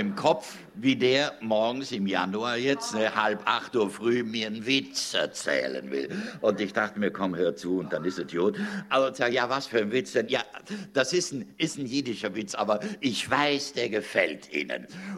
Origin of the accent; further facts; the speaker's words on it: Trentino-Alto Adige, Italy; ja, nee, ich komme aber nicht aus Bayern, ich komme aus Südtirol.